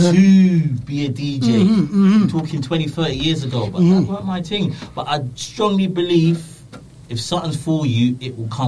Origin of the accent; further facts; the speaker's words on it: Ghana; I'm Ghanaian